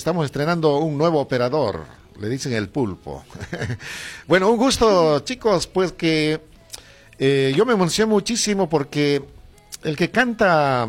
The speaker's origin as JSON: {"language": "Spanish", "region": "Cochabamba", "country": "Bolivia", "said": "yo soy cochabambino"}